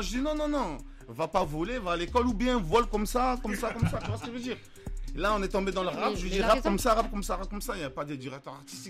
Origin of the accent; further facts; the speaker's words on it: Côte d’Ivoire; Je suis un ivoirien.